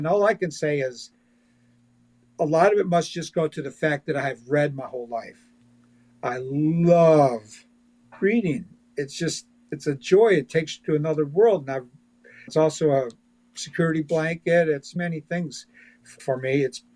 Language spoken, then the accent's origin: English; Florida, United States; also born or lived in Flagstaff; I am a Navajo, and I was born in Flagstaff, Arizona. And surprise, I am also half Spanish. So I've lived with internal conflict my whole life. But I pretty much have lived here in Florida since I was about six.